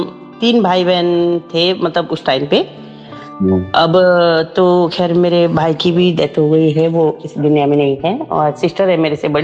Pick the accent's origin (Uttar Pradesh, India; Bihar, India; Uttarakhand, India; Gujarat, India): Uttarakhand, India; now in Delhi, India; और मैं बेसिकली उत्तराखंड की रहने वाली हूँ